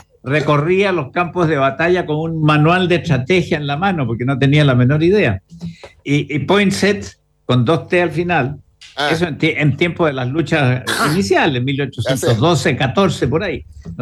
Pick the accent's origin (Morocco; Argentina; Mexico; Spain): Argentina; Tierra del Fuego; Como soy yo medio fueguino, allá el tráfico entre Ushuaia y el continente se hace a través del territorio chileno y de la aduana chilena.